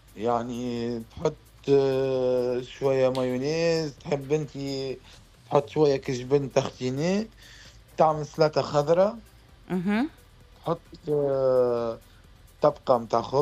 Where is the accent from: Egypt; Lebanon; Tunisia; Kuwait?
Tunisia; now in Guangzhou, China; احنا تونسي